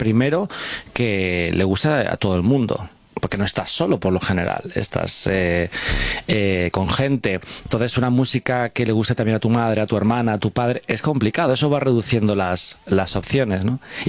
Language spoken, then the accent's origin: Spanish; Alcorcón, Community of Madrid, Spain; cuando decían, ¿tú de dónde eres? Yo decía, Alcorcón